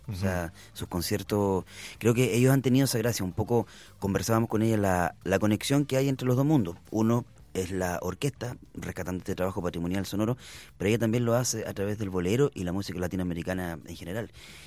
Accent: Valparaíso, Chile; como nosotros somos porteños, también nos sentimos muy orgullosos de ser porteños y que en Valparaíso también existan tanto cultura y tanta gente que esté haciendo música

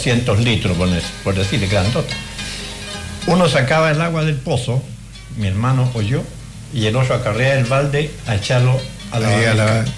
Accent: Chile; donde me crié yo aquí en el Paradero 12

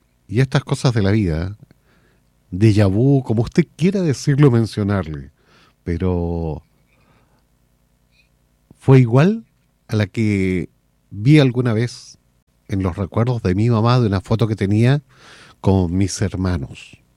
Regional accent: Limache, Valparaíso, Chile; yo me crié en Limache

